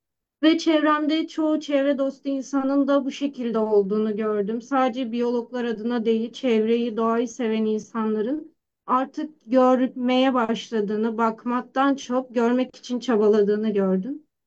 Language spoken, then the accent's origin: Turkish; Adana, Turkey; Ben Adanalıyım ve doğayla kurduğum ilişki sürekli yazlara yaylaya gitmemizden dolayı yıllardır var, çok küçüklükten beri.